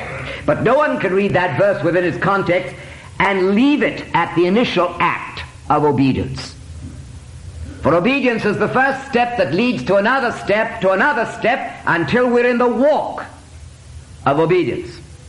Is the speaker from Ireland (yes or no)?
no; Angola; also born or lived in Zambia; I was born in Africa, in a little place called Sakaji Hill, away up there in Northern Rhodesia, as it was then, now Zambia. You say, Didn't you come from Angola? Yes, I lived for 17 years of my life in Angola as a missionary kid.